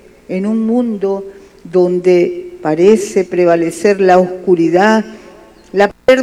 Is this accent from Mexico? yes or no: no; Nicaragua; como revolucionarios, como nicaragüenses patriotas, como sandinistas, como ciudadanos del planeta